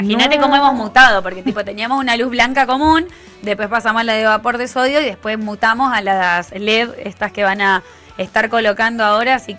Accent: Perito Moreno, Argentina; yo soy criada en un distrito, en el distrito de Perito Moreno

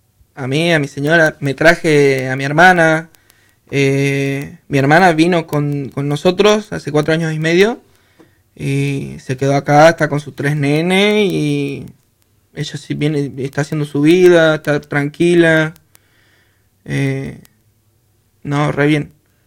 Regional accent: San Miguel de Tucumán, Tucumán, Argentina; born there; moved away as an adult; nací en San Miguel de Tucumán en el 94, por allá. Y bueno, se me ocurrió venir a vivir acá.

